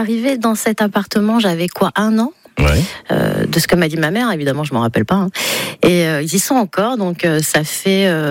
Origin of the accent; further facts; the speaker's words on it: Nice, Provence-Alpes-Côte d'Azur, France; moved away as an adult; now in Paris, France; Enfin, on m'a gommé. Et après j'ai vécu plus de temps dans ma vie d'adulte à Paris qu'à Nice.